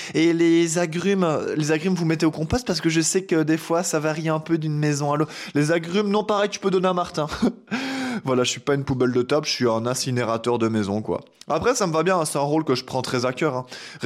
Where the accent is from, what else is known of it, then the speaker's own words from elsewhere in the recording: Belgium; moi, je suis belge